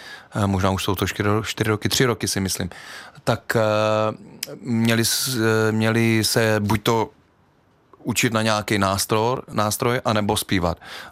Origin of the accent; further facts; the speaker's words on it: Třebíč, Vysočina Region, Czechia; když já jsem byl na Kladně, já pocházím z Třebíče, pak jsem měl na Kladno dělat talentové zkoušky na hokej